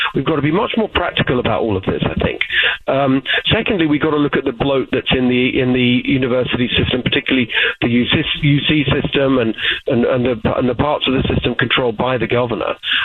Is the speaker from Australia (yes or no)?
no; England, United Kingdom; moved away as an adult; now in California, United States; I grew up in England in a working-class immigrant household. My parents were refugees from communism, and I ended up in Oxford University